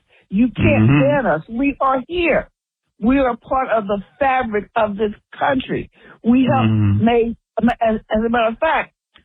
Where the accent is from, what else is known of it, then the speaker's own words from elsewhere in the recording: Alcoa, Tennessee, United States; moved away; I was born and raised in Alcoa, Tennessee, which is at the foothills of the Great Smoky Mountains. It's an aluminum town. That's how it got its name.